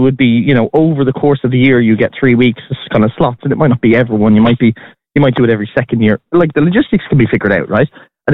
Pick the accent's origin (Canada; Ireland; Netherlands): Ireland